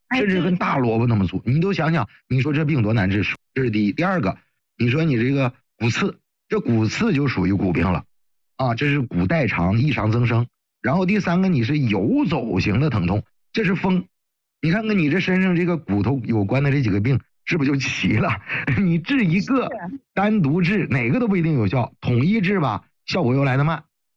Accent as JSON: {"language": "Chinese", "region": "Northeast China", "country": "China"}